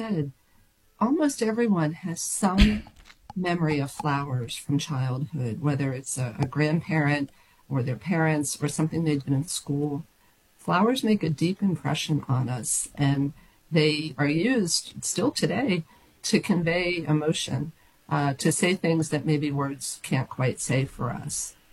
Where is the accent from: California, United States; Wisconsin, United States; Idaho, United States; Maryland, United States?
Maryland, United States; Brookville; I grew up about 15 minutes from where I currently live, a small town called Brookville, Maryland.